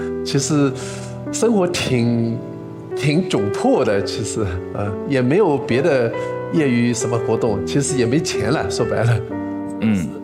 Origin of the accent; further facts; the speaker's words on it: Zhejiang, China; 哥哥原来的收入呢不高，在我们浙江老家是结婚要花很多钱的。